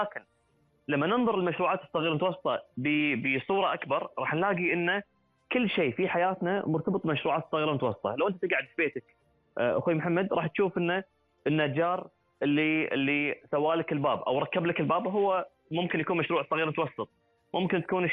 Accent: Kuwait; إحنا ككويتيين

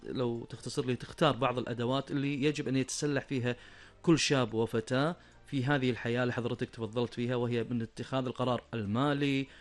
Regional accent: Kuwait; أنا أكون سفير لبلدي وليس فقط خارج البلد وإنما أيضا داخل البلد، أنا ألتقي مع زوار لبلد الكويت، فبالتالي أنا سفير لدولتي

